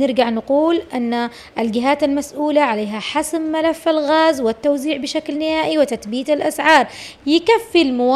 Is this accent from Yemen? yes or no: yes; Aden, Yemen; مدينتنا الحبيبة عدن